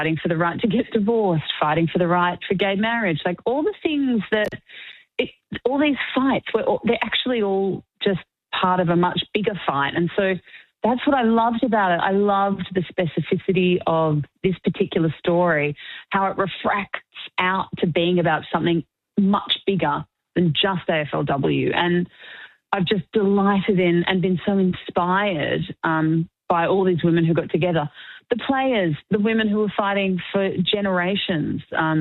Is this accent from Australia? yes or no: yes; Melbourne, Victoria, Australia; Although I grew up in Melbourne, I think because I was a woman, because I was a girl, I never actually really thought the AFL was for me.